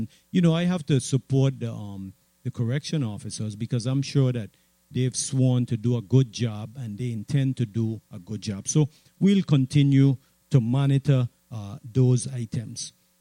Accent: U.S. Virgin Islands; I grew up right here in Nada

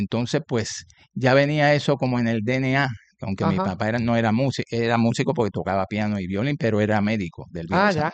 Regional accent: San Juan, Puerto Rico; yo soy nacido y criado aquí en el Viejo San Juan, en Puerta de Tierra.

